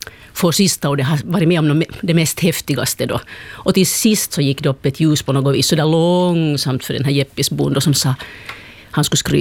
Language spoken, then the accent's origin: Swedish; Kokkola, Central Ostrobothnia, Finland; accent: Kokkola dialect; now in Espoo, Finland; Alltså jag har bott snart 40 år i Esbo. Jag talar fortfarande dialekt, grundspråtsig.